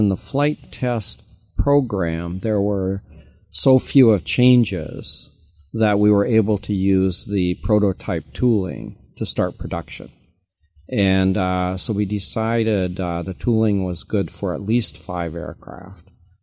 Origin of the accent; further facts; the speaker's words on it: Billings, Montana, United States; We're working with Aerotronics on the avionics in Billings, Montana, and I'm from Billings, Montana, so they're almost part of the family as far as I'm concerned.